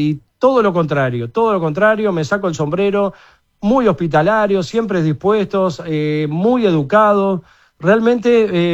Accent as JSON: {"language": "Spanish", "country": "Uruguay"}